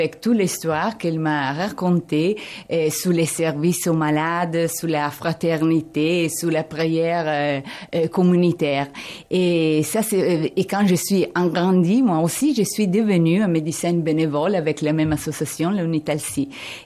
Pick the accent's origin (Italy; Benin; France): Italy; Oui, je suis italienne